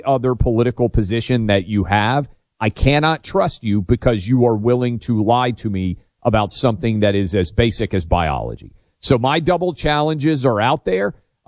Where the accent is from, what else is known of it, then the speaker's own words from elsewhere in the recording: Nashville, Tennessee, United States; I will bring them to my hometown where I do this show from, Nashville, Tennessee